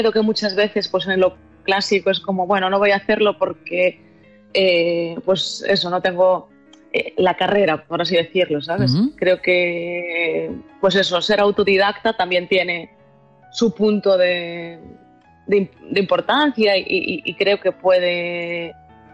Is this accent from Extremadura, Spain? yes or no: no; Galicia, Spain; Porque soy una persona que, como buena gallega, pues dudo un montón